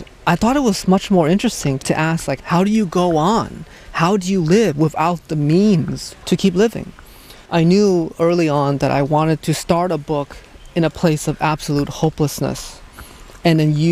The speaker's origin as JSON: {"language": "English", "town": "Hartford", "country": "United States", "tie": "born or raised there", "said": "You know, when I was a little boy growing up in Hartford, on Sundays we would go to the Baptist church"}